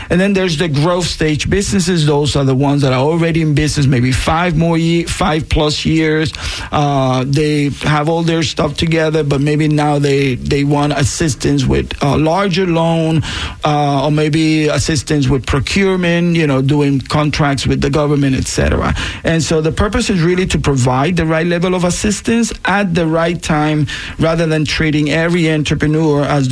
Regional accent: Puerto Rico; accent: Puerto Rican; I'm going to say Latinos because I am Latinos. You can hear my Puerto Rican accent.

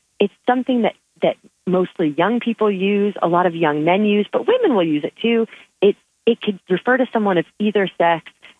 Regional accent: Key West, Florida, United States; I grew up in Key West in Florida, and you only would ever

